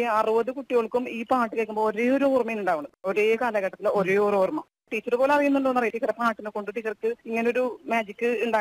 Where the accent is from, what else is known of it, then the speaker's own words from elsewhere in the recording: Anthikad, Kerala, India; എന്റെ നാട് അന്തിക്കാടാണ്.